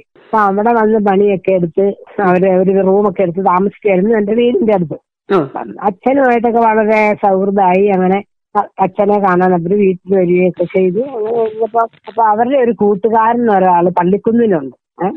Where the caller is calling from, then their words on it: Kerala, India; Vellad. Vellad, Karivanchal Vellad.